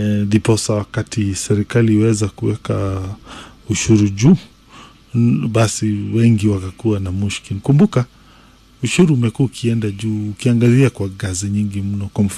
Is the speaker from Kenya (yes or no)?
yes; Murang'a County, Kenya; sisi ambao tumetoka Murang'a, tunaongoza katika ukulima wa majani chai.